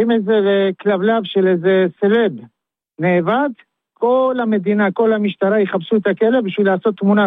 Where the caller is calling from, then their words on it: Bnei Brak, Tel Aviv District, Israel; מבני ברק.